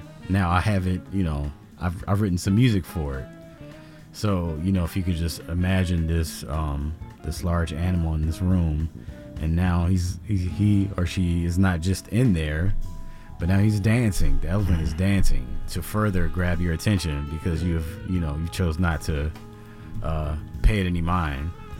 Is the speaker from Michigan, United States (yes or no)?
no; Washington, District of Columbia, United States; So my mother, I grew up in Washington, D.C.